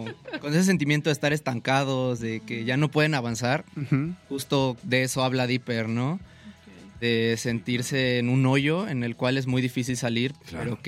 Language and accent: Spanish; Xalapa, Veracruz, Mexico; born there; yo nací aquí en Jalapa